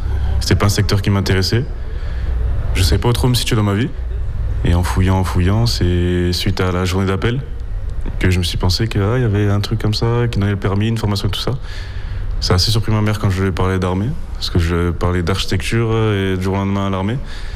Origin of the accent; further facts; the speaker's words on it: Occitanie, France; j'ai 19 ans. Je viens du Gard.